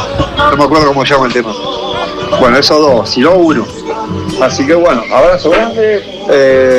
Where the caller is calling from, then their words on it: Capitán Bermúdez, Santa Fe, Argentina; de Capitán Bermúdez, trabajando en Puerto San Martín.